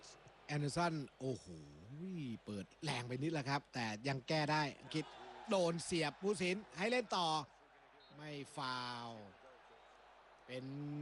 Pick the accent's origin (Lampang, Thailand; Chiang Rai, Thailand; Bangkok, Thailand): Bangkok, Thailand; born there